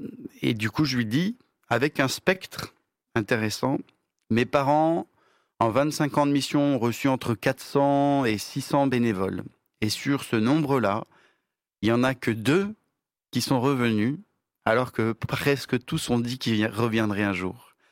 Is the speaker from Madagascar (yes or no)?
yes; Madagascar; moved away as an adult; now in France; Moi, j'étais rentré de Madagascar pour faire mes études supérieures et puis comme beaucoup, après on construit notre vie ici, quoi.